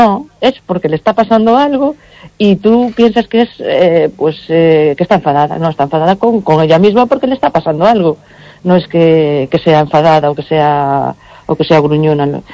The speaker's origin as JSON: {"language": "Spanish", "town": "Cortegada", "region": "Galicia", "country": "Spain", "tie": "born or raised there", "said": "En Cortegada queremos hacer algo, en mi pueblo"}